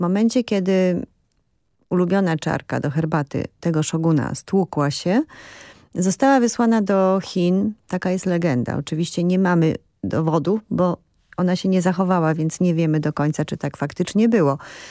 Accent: Wrocław, Lower Silesian Voivodeship, Poland; ja pochodzę z Wrocławia, z Dolnego Śląska.

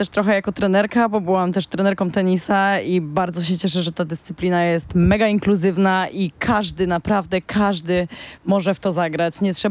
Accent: Piotrków Trybunalski, Łódź Voivodeship, Poland; jestem z Piotrkowa Trybunalskiego, z takiego naszego zagłębia tenisowego łódzkiego.

